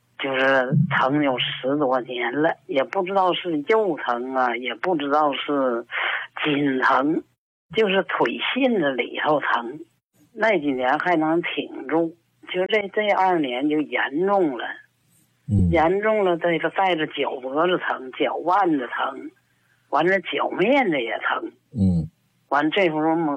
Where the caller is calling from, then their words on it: Shenyang, Liaoning, China; 我是沈阳的听众。我今年79岁。